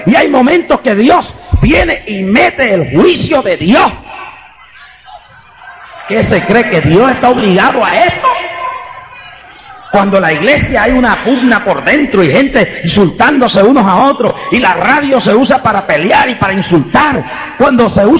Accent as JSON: {"language": "Spanish", "country": "Puerto Rico", "said": "creemos que la isla de Borinquen jamás ni nunca pasará por un desastre."}